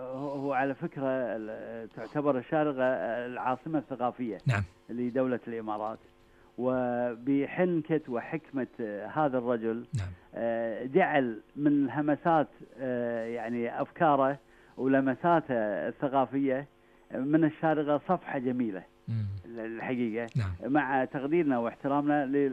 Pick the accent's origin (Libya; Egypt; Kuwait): Kuwait